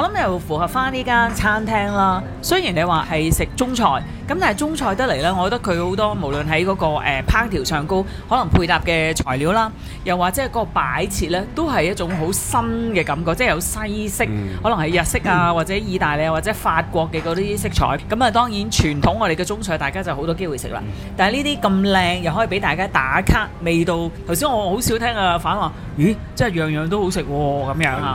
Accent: Hong Kong; 我哋香港人就有香港人嗰種打不死的精神

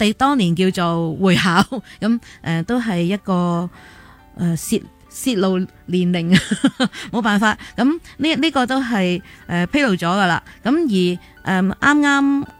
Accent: Hong Kong; 令到尤其是我哋喺香港长大嘅朋友咧，系好有共鸣咯。

